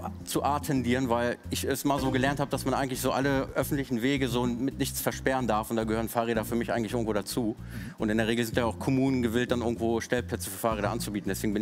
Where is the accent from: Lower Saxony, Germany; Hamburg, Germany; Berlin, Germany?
Lower Saxony, Germany; Walle; Ich komme aus Walle, das ist in der Gemeinde Winsenaller.